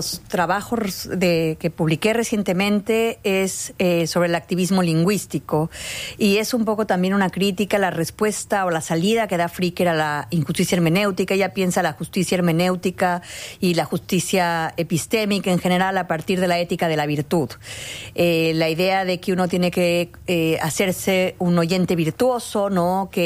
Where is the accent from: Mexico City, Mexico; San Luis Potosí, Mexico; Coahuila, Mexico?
Mexico City, Mexico; Soy chilanga.